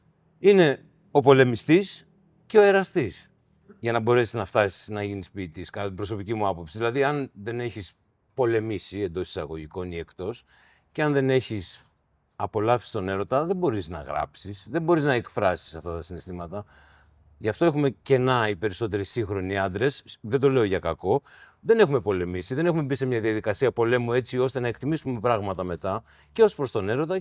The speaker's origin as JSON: {"language": "Greek", "town": "Tripoli", "region": "Peloponnese", "country": "Greece", "tie": "born or raised there", "said": "Στην Τρίπολη, ναι. Εκεί. Έτσι το ξεκινάω."}